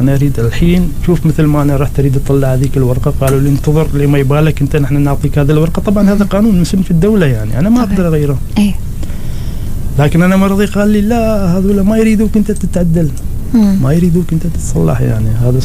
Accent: Oman; أنا جاي هني من عمان ما أعرف أنتو وين جالس أدور وأحوط

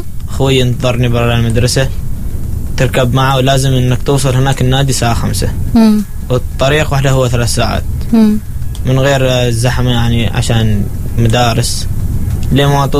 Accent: Muscat, Muscat Governorate, Oman; أنا من مسقط لكن شيء سكن هناك في شناص.

